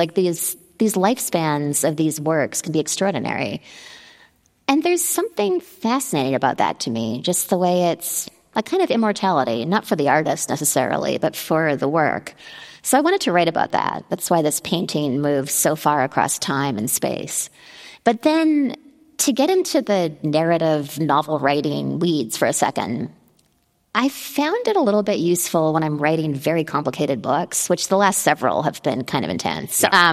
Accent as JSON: {"language": "English", "country": "Canada", "said": "I'm Canadian. I feel like I was politer about it."}